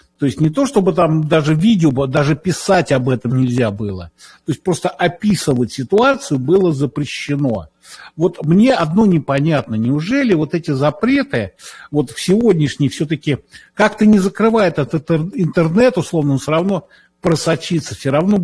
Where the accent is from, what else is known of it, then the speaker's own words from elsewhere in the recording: Moscow, Russia; Я сам из Москвы, поэтому мне не то чтобы было больно на это смотреть